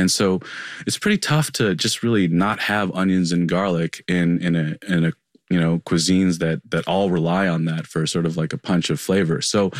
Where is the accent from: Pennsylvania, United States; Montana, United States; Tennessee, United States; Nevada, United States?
Tennessee, United States; You know, I grew up in Tennessee and among a lot of sort of evangelicals and people handing me a Bible at inopportune times.